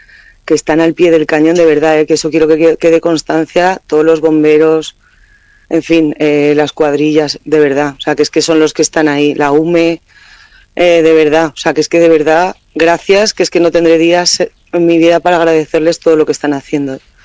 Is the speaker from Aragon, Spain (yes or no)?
yes; Aragon, Spain; Pues es que es devastador, pero no solamente es mi pueblo, porque está los pueblos de alrededor